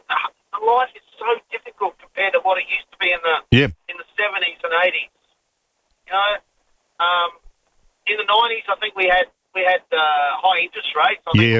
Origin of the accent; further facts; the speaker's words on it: South Australia, Australia; I grew up in the Hunley area, so I had to barrack Sturt.